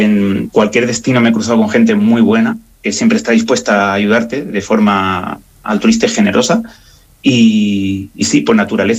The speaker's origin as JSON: {"language": "Spanish", "region": "Region of Murcia", "country": "Spain", "said": "yo soy el español número 21 en conseguir el visitar todos los países del mundo, y bueno, y por cierto, el primero de Murcia"}